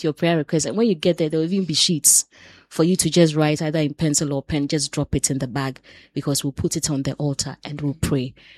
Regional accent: Ghana; And the person could not believe that I'm from Ghana.

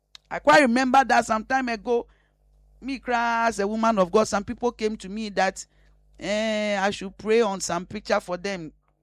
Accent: Ghana; I am sad as a mother. I am sad as a prophet. I am sad as a Ghanaian.

